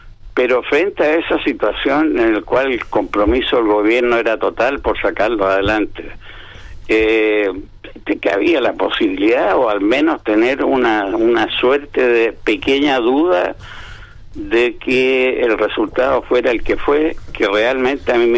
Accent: Chile; si todos somos chilenos y orgullosos de ser chileno, yo al menos lo soy, y parece que la gran mayoría de mi país lo es.

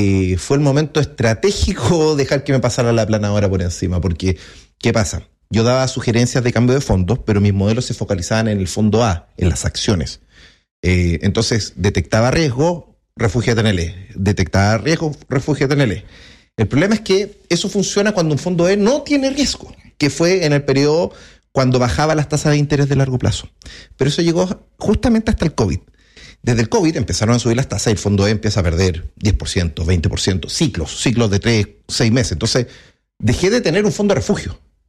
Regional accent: Antofagasta, Chile; me crié en el San Luis, Antofagasta, Colegio Hombre.

